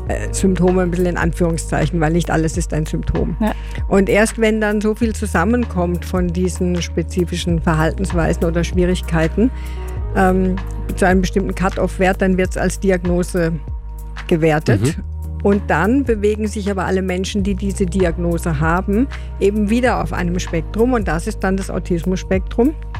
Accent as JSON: {"language": "German", "country": "Germany", "moved": "yes", "lives_now": "Austria", "said": "Also diese Erfahrung habe ich als Deutscher auch gemacht."}